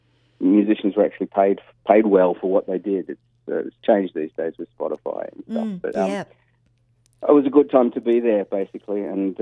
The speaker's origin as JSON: {"language": "English", "town": "Sydney", "region": "New South Wales", "country": "Australia", "tie": "born or raised there", "said": "But back then, I was brought up in Western Sydney, and nana lived in Petersham, like inner west."}